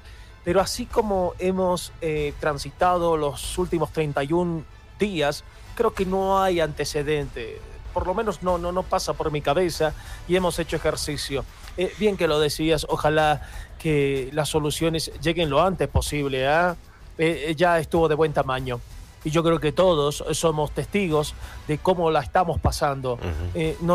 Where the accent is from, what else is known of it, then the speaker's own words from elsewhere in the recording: La Paz, Bolivia; estos golpes que estamos recibiendo como paseños, como alteños